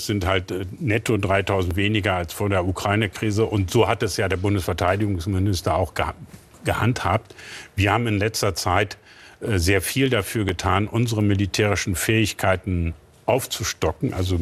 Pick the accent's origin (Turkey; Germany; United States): Germany; Northern Germany; ich komme aus dem Norden